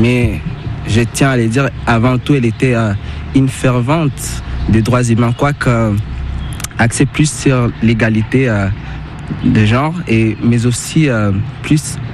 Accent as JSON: {"language": "French", "region": "East", "country": "DR Congo", "first_language": "sw", "second_language": "French", "said": "Oui, le swahili. Je viens de l'Est. Donc, l'Est, c'est le swahili."}